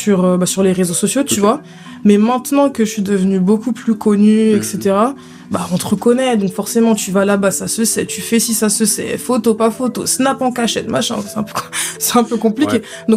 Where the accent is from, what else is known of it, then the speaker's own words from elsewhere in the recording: DR Congo; also born or lived in Paris; Ouais, je suis congolaise.